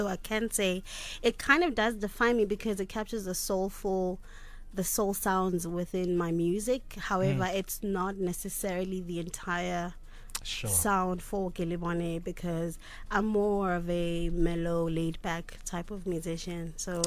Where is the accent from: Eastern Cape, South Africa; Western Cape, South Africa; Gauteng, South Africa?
Gauteng, South Africa; Soweto; who grew up in the township in Soweto, born and bred in South Africa